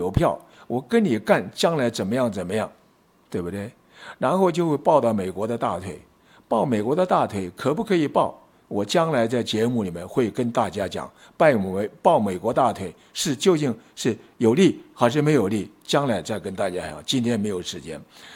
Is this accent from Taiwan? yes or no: yes; Taiwan; 我们台湾人民